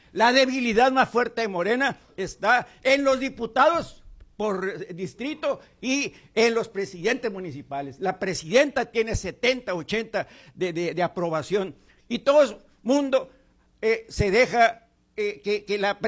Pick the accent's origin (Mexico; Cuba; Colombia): Mexico